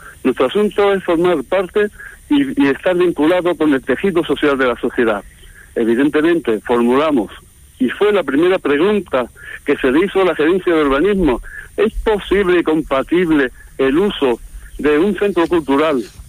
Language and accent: Spanish; Seville, Andalusia, Spain; Creo que somos sevillanos, tenemos que entrar en un discurso mucho más humano y mucho más próximo.